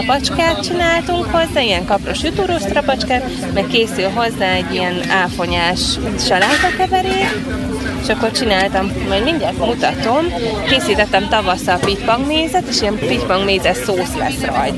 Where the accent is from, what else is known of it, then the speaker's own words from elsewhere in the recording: Kács, Borsod-Abaúj-Zemplén, Hungary; born there; Hát nagymamámű Kács, én itt születtem egyébként Kácson.